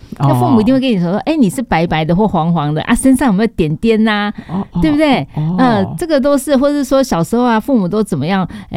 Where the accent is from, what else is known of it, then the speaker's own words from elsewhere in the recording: Taipei, Taiwan; 我记得我小时候，爸爸妈妈告诉我，我出生在台北万华区的圣若瑟医院。对，然后呢，家里环境并不富裕，所以呢，我们租在万华的公寓的小房子里面。虽然小，可是却很温馨。